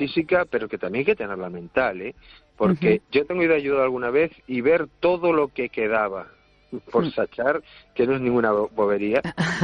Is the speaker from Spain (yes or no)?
yes; Cangas, Spain; yo soy de Cangas y tengo ese lenguaje aún de ir a sachar abeja.